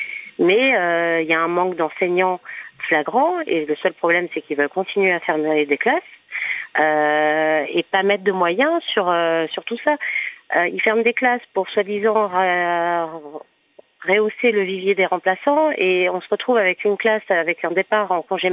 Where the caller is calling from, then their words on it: Paris, Île-de-France, France; Nous, aux on est dans Paris 13e.